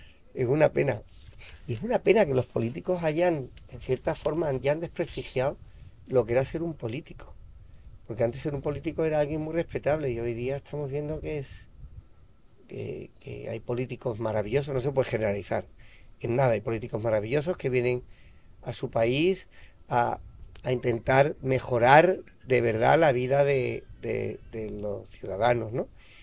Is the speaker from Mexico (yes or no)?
no; Spain; torero, me siento español, católico, hombre de familia, arraigado a con nuestras raíces.